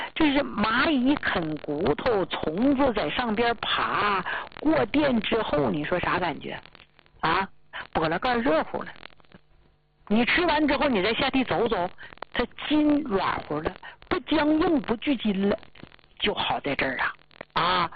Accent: Jilin, China; 咱们吉林老家人都知道，冬暖夏凉

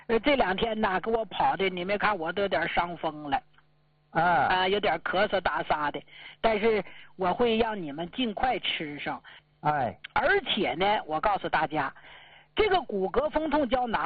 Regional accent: Jilin, China; 咱们老家吉林

